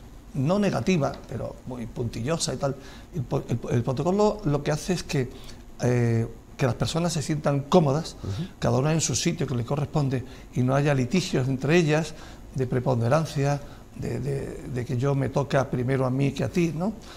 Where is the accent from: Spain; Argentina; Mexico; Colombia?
Spain; San Fernando, Andalusia; Yo nací en San Fernando, una ciudad de tradición militar por excelencia. Mi padre también, oficial de Infantería Marina, me crié en ese ambiente.